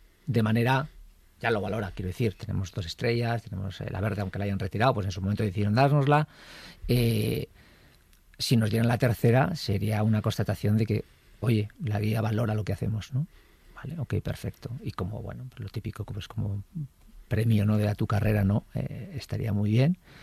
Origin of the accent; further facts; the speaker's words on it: Basque Country, Spain; donde viví toda mi infancia, hasta que me marché de casa, que estaba en un barrio obrero en Zaramaga